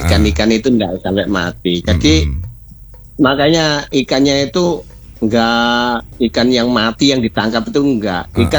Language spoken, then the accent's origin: Indonesian; Java, Indonesia; Nah, kan saya orang Jawa jadi kan ya.